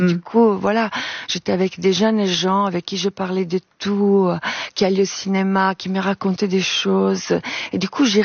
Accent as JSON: {"language": "French", "country": "Italy", "tie": "born or raised there", "said": "Parce que quand j'étais jeune, l'après-midi, en Italie, on avait la faculté de regarder beaucoup de films en noir et blanc."}